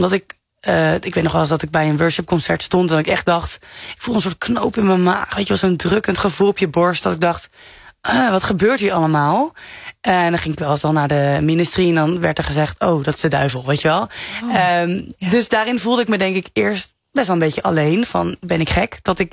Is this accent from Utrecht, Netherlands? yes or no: yes; Veenendaal, Utrecht, Netherlands; En ik kom uit Veenendaal en dan ben ik dus christelijk.